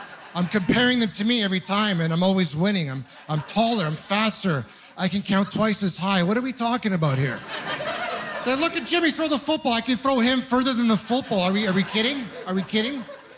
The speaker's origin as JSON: {"language": "English", "region": "Ontario", "country": "Canada", "said": "I'm originally from Ontario."}